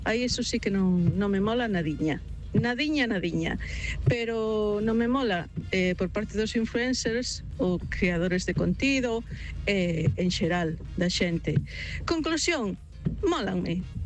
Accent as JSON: {"language": "Galician", "town": "Lugo", "region": "Galicia", "country": "Spain", "said": "son de Lugo, pois falo dos Xocas"}